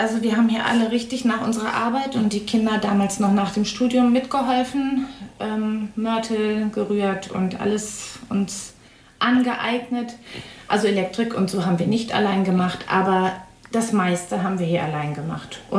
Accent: Langelsheim, Lower Saxony, Germany; now in Beuchte, Germany; Ich bin 53 Jahre alt. Ich bin in einer Kleinstadt hier in der Nähe in Langelsheim aufgewachsen. Ich bin in Goslar zur Schule gegangen.

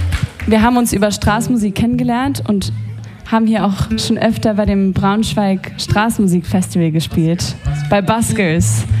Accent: Paris, Île-de-France, France; now in Berlin, Germany; ich komme aus Paris. Wie kommt's, dass wir in Berlin wohnen und in Braunschweig spielen?

